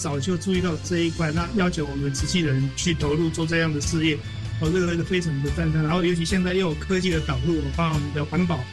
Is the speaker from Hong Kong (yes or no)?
no; Yunlin County, Taiwan; 我跟我小弟我是云林人那跟我小弟约好 我小弟跟我弟妹或是慈济的委员都是慈济委员那可是那我们当时就约好12月初的时候要回乡下去兄弟相聚度假